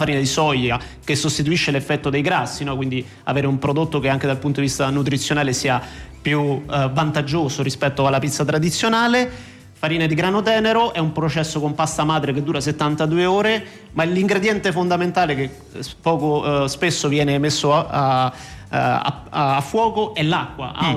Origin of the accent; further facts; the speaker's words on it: Rome, Lazio, Italy; A Roma, da dove vengo io